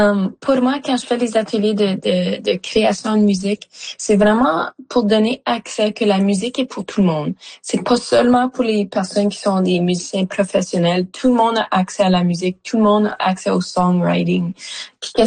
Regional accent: Sudbury, Ontario, Canada; je viens de Sudbury, comme tu dis, du nord-est de l'Ontario

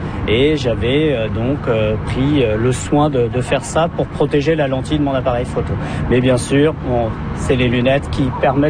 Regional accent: France; moved away as an adult; now in New Brunswick, Canada; Moi, je suis originaire de France

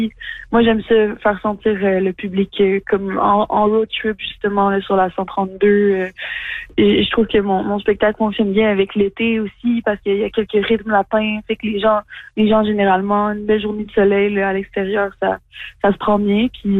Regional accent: Quebec, Canada; Moi, je suis née en Gaspésie aussi, mais ma mère, mon père, les deux, ils parlent espagnol.

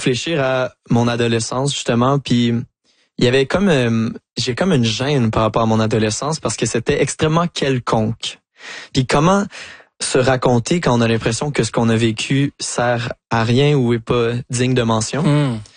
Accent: Saint-Hyacinthe, Quebec, Canada; parce que moi je viens de Saint-Hyacinthe qui est une oui. ville agricole

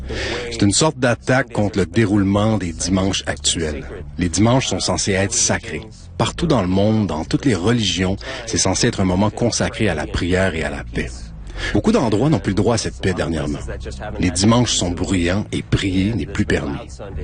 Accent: Gesgapegiag, Quebec, Canada; now in Eastern Townships, Canada; Je viens de Gaskapégeak, mais nous appelons notre communauté Mala. En Mi'kmaq, Mala signifie chez nous. J'habite dans les cantons de l'Est depuis 10 ans avec mes enfants, mais je retourne à Gaskapégeak, à Mala

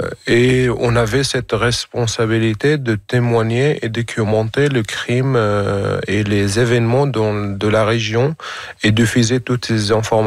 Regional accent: Hamouria, Rif Dimashq, Syria; French is a second language; Je viens d'une ville qui s'appelle Hamouria, qui a c'est une ville qui compte 23 000 habitants.

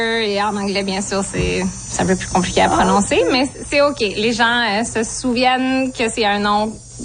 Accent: Ottawa, Ontario, Canada; also born or lived in Vancouver; now in near Cornwall, Canada; Moi, je viens d'Ottawa, donc c'est quand même un peu plus loin de ma famille. Parce que nous, on s'est déplacé dans l'est de Vancouver. Okay. Donc, on voulait se rapprocher d'Ottawa, mais finalement, on s'est retrouvé ici, plus près de Cornwall

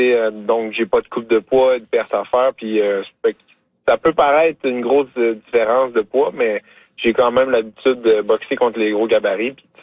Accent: Saint-Éloi, Quebec, Canada; Non, moi, je suis de Saint-Éloi, Trois-Pistoles.

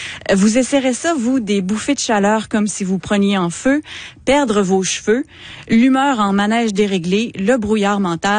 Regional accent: Quebec City, Quebec, Canada; accent: Québec; mon accent de Québec

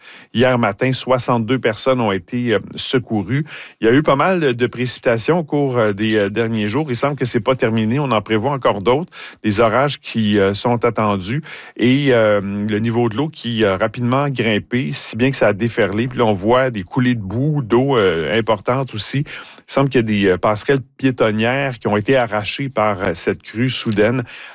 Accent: Quebec, Canada; chez nous en Abitibi-Témiscamingue

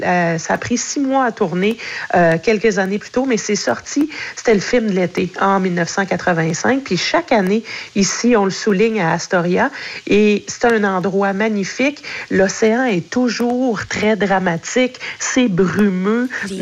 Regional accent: Quebec, Canada; Chez nous, en Mangani

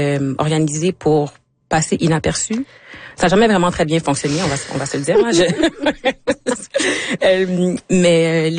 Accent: Quebec, Canada; moved away; je suis partie du Québec, ça fait comme 7 ans.

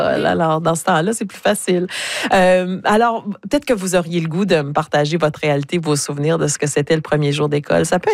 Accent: Burnsville, New Brunswick, Canada; born or raised there

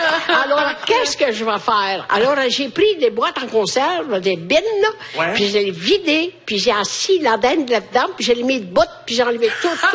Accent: Italy; French is a second language

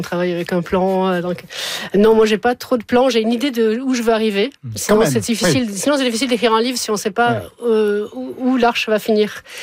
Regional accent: Montpellier, Occitanie, France; born there

